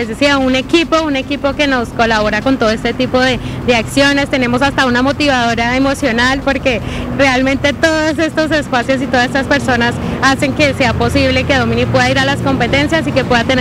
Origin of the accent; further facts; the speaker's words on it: Colombia; este deporte que nos ha dado tanta alegría como colombianos